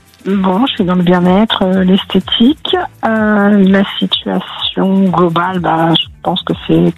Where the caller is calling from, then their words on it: Occitanie, France; moi, je suis à côté de 7, dans l'Hérault.